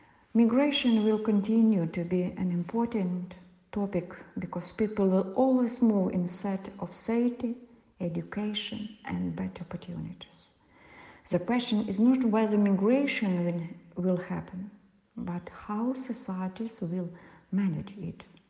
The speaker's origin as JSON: {"language": "English", "country": "Senegal", "second_language": "English", "said": "Coming from Senegal, I am familiar with high temperatures"}